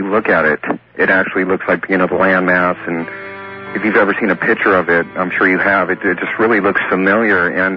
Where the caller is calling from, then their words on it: Orange County, California, United States; I'm from Orange County.